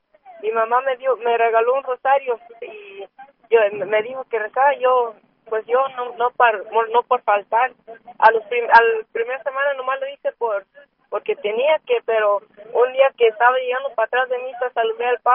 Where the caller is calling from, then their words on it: Sacramento, California, United States; Soy aquí de Sacramento